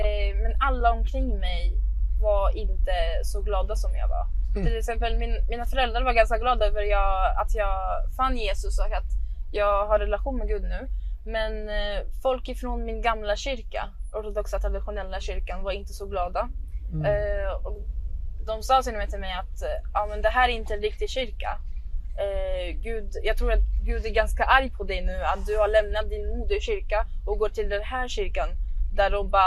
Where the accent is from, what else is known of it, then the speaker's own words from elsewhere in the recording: Alexandria, Alexandria Governorate, Egypt; now in Stockholm, Sweden; Ja, jag är uppvuxen i Alexandria. Det är, så här, det är nära havet.